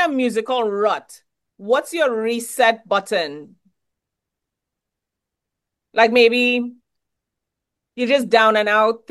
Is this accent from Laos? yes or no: no; Trinidad & Tobago; I mean, even though I'm from Trinidad